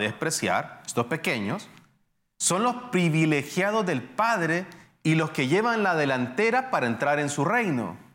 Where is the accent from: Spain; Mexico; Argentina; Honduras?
Honduras; es la historia de cuando estaba pequeño, cuando era un niño, y se me empezaron a caer los dientes. En mi país, aquí en Honduras